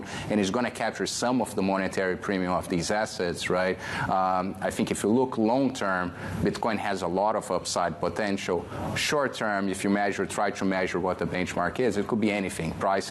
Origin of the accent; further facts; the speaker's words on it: Brazil; moved away; I grew up in Brazil, and you know, I went my teenage years in the 90s in Brazil, late 80s, early 90s